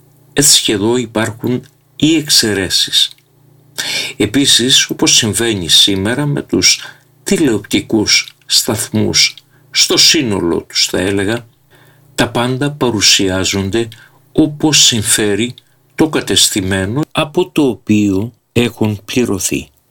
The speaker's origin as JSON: {"language": "Greek", "region": "Crete", "country": "Greece"}